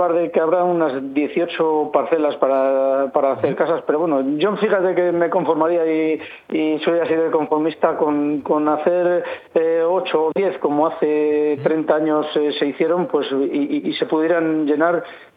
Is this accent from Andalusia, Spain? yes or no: no; Tordehumos, Castile and León, Spain; y yo creo que estamos nosotros ahí en esa línea, en mi pueblo concretamente, pues estamos ahí en esa línea